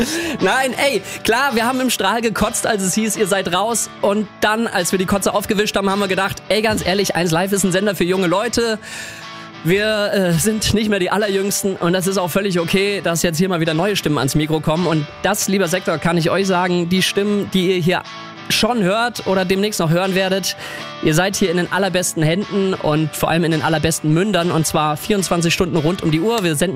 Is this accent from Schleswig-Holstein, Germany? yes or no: no; Rhineland-Palatinate, Germany; moved away; ich komme ja aus Rheinland-Pfalz